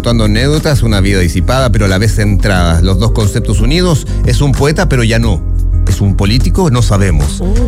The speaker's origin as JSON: {"language": "Spanish", "country": "Argentina", "moved": "yes", "lives_now": "Chile", "said": "Yo estaba en Argentina. Soy argentino"}